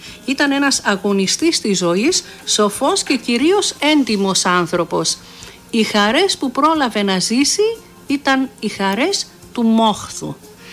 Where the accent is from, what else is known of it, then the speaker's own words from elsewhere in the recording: Paranesti, Eastern Macedonia and Thrace, Greece; στο χωριό μου